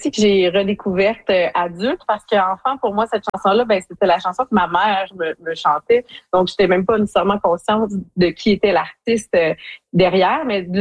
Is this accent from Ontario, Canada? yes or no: yes; Hearst, Ontario, Canada; je viens de Hearst, dans le nord de l'Ontario, mais j'ai de la famille qui est à Geraldton, qui est à Long-Lac